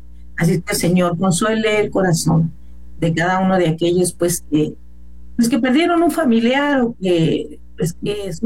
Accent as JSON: {"language": "Spanish", "town": "Los Mochis", "region": "Sinaloa", "country": "Mexico", "tie": "born or raised there", "said": "bendecimos a los hasta el lugar donde yo nací y donde yo pasé pues mi niñez y mi adolescencia. Así es que bendecimos a los mochis"}